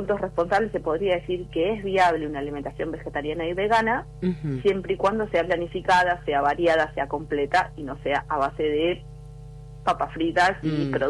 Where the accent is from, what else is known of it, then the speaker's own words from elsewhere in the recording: Argentina; Nosotros como argentinos, una reunión muchas veces implica alimentos de origen animal